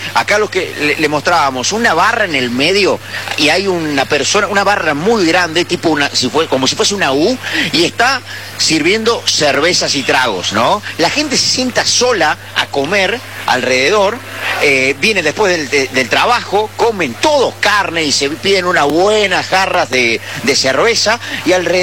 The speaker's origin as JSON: {"language": "Spanish", "country": "Argentina", "said": "Hello, we are from Argentina, somos de Argentina. We are from Argentina."}